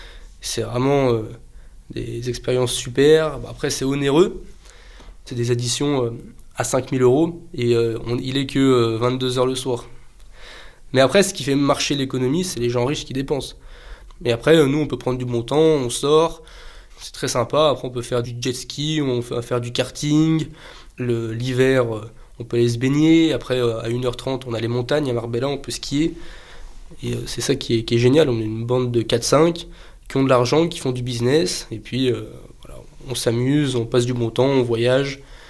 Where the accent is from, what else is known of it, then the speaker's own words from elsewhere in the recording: France; moved away as an adult; now in Gibraltar; parce que je suis français, c'est normal. Mais voilà, maintenant je pense que je suis prêt à... Maintenant que je suis résident à Gibraltar